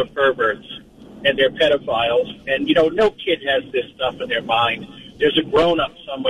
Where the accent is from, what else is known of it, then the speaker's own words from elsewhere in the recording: Massachusetts, United States; growing up in Massachusetts in an inner city project, I lived on D Street, eventually ended up in the Weymouth projects.